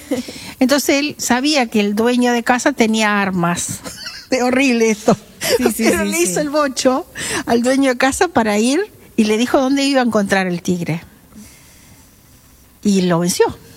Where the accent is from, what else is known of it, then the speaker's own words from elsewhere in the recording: Salto, Uruguay; born there; Tanto que o sea, Quiroga es nacido en el mismo lugar. Los dos nacimos en Salto.